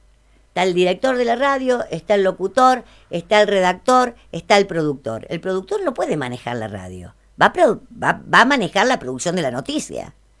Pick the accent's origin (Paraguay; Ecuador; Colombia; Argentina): Argentina; Villa Mercedes, San Luis; somos de acá, de Villa Mercedes